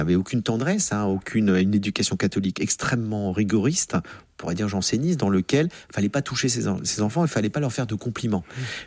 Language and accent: French; France; Surtout et en plus qu'en France, qu'on est français, on se plaint doublement.